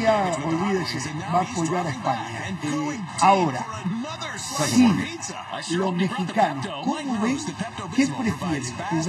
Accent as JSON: {"language": "Spanish", "country": "Uruguay", "said": "Entonces, la realidad es que en la previa soy uruguayo"}